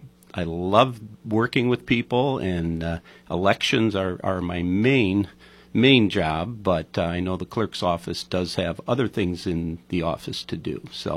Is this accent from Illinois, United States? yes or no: yes; Ottawa, Illinois, United States; I was born and raised here in Ottawa, lifelong member of LaSalle County, and just grew up down the street here.